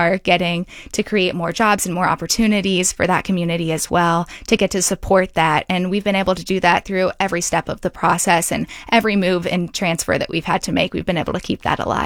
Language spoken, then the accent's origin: English; Dayton, Ohio, United States; now in Columbus, United States; I grew up in Dayton, Ohio.